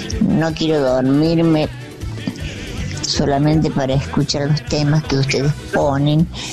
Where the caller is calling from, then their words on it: Cruz del Eje, Córdoba, Argentina; de Cruz del Eje.